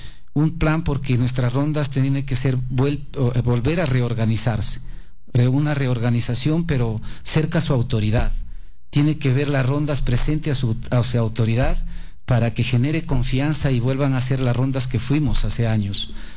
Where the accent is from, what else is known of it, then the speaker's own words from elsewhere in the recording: Peru; mi pueblo de la Asunción